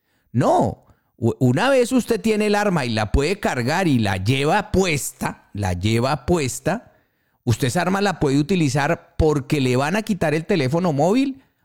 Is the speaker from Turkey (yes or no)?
no; Colombia